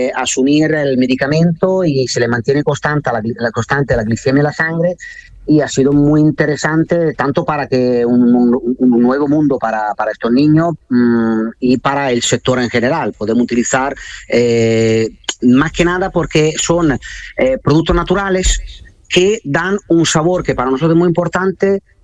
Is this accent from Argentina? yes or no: no; Italy; Spanish is a second language; now in Cádiz, Spain; yo soy italiano, pero llevo ya muchos años, sobre todo con la heladería aquí.